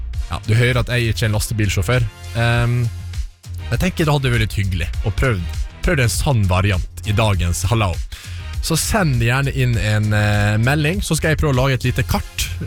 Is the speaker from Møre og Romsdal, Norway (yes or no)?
yes; Flemsøy, Møre og Romsdal, Norway; der jeg kommer fra, Flemsøy, der bruker jeg alltid å se kjente og kjære på traktortur